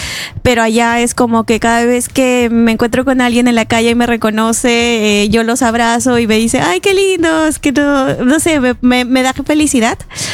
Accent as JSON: {"language": "Spanish", "country": "Peru", "lives_now": "Norway", "said": "mi contenido es mis choques culturales en como peruana viviendo en Noruega"}